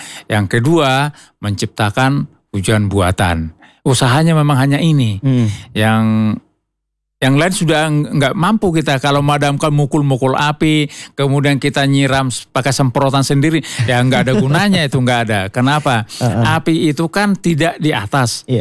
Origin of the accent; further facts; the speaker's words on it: Sumatra, Indonesia; saya kan berasal dari Sumatera.